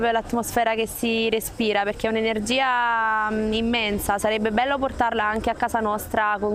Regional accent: Benevento, Campania, Italy

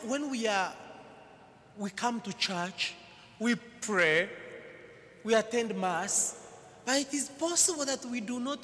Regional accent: Uganda; moved away; I'm from Uganda, and I'm learning Spanish.

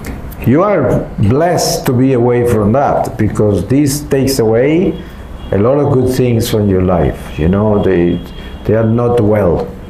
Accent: Germany; now in Los Angeles, United States; I came from Germany, where I went to school

